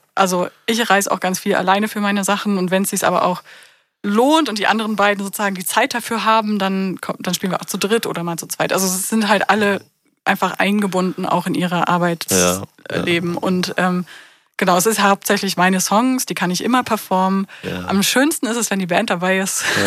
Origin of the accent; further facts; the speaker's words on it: Thuringia, Germany; Und weil ich ja, das ist ja meine Heimatregion, also Thüringen, da spiele ich auch gerne mal.